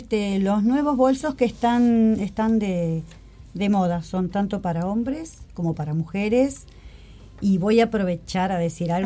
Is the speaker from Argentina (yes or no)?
yes; Argentina; Somos muy, muy argentinos, muy argentinas.